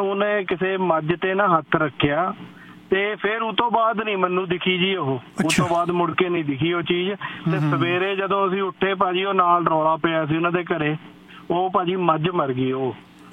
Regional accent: Punjab, India; ਮੈਂ ਭਾਜੀ ਮੇਰਾ ਪਿੰਡ ਰੋਪੜ ਨੇੜੇ ਹੈ

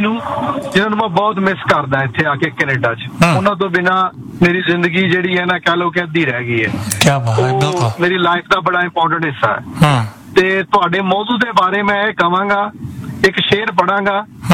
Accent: Punjab, Pakistan; now in Canada; ਤੇ ਮੈਂ ਪਾਕਿਸਤਾਨ ਤੋਂ ਹਾਂ

